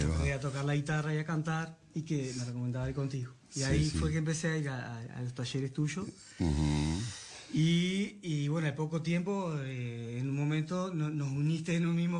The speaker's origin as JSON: {"language": "Spanish", "region": "Rocha", "country": "Uruguay", "tie": "born or raised there", "lives_now": "La Paloma, Uruguay", "said": "Vivíamos cerca en Rocha y a su vez las dos familias con casa en La Aguada también."}